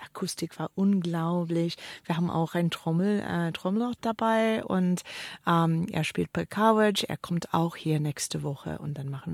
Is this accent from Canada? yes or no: yes; Canada; German is a second language; now in Tübingen, Germany; Also ich komme aus Kanada, ich bin hier jetzt in Tübingen seit 10 Jahren. Und ich habe gearbeitet, also ehrenamtlich für eine Gruppe in Kanada.